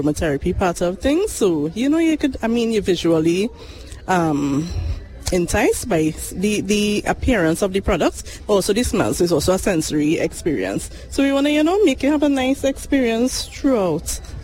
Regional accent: Arima, Trinidad & Tobago; We're from Arima.

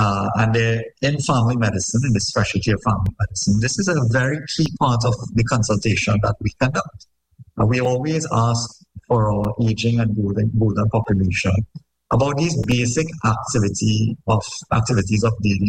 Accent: South Trinidad, Trinidad & Tobago; folks I even know as a family or friends growing up in South Trinidad

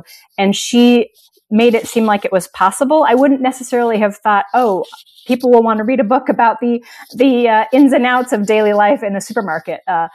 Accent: Utah, United States; also born or lived in New York City; I moved back to my home state of Utah, got a job in a supermarket.

